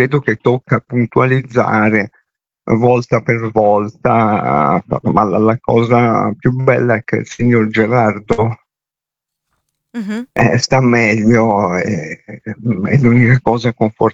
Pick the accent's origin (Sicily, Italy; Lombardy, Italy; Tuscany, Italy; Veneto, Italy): Lombardy, Italy; Milan; E dato che siamo milanesi